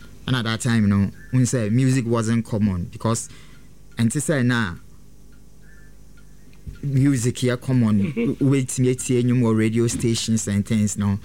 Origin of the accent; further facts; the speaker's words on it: Kumasi, Ashanti, Ghana; But I was born and raised in Kumasi.